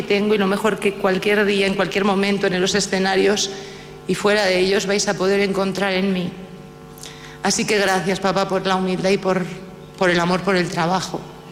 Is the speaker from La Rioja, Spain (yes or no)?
yes; La Rioja, Spain; por recibir hoy el abrazo inmenso de mi tierra, La Rioja, en forma de reconocimiento